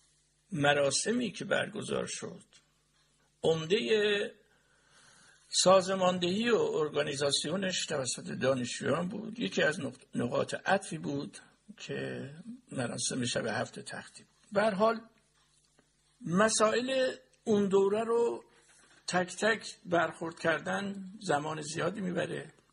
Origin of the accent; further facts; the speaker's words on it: Kermanshah, Iran; کنگاور که میای، حتی نزدیک میشه به بخشی از زبان به طرف همدان و ملایر زبان لوری. به هر حال ما با زبان فارسی در خانواده بزرگ شدیم.